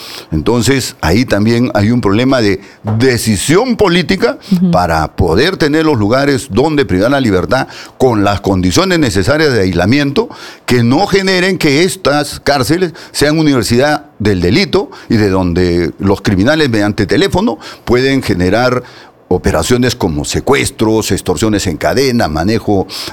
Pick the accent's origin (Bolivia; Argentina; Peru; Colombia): Peru